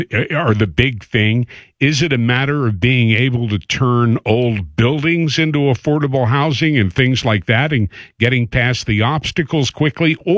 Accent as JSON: {"language": "English", "town": "Reading", "region": "Pennsylvania", "country": "United States", "tie": "born or raised there", "said": "You were in my hometown, Reading"}